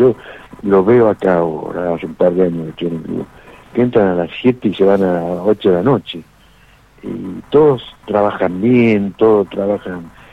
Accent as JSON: {"language": "Spanish", "region": "Córdoba", "country": "Argentina", "said": "No, por favor, para mí es un gusto, más que soy de Córdoba, así que te mando un abrazo enorme"}